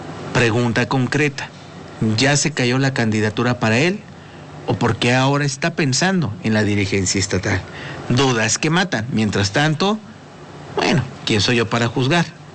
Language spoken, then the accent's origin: Spanish; Puebla, Mexico; nosotros como poblanos